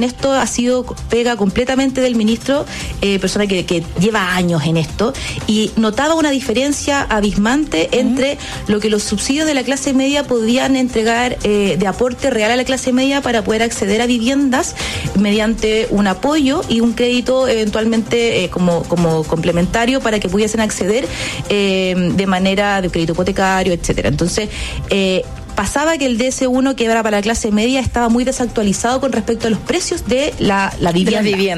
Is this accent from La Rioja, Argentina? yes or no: no; Buenos Aires, Argentina; También, soy porteña